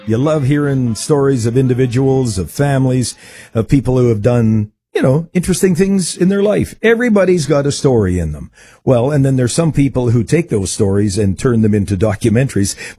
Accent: Manitoba, Canada; And for me, my connection to it is my hometown in southwest Manitoba.

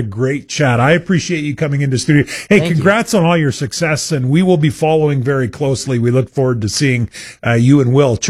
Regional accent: Abernethy, Saskatchewan, Canada; my hometown is Abernethy, Saskatchewan, the home of Len Thompson Fishing.

